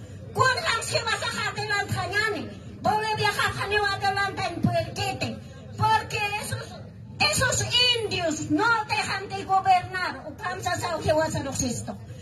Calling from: Bolivia

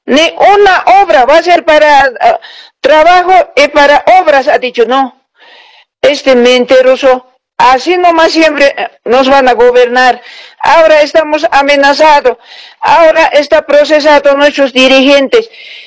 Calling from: Bolivia; Nosotros, los bolivianos, los originarios

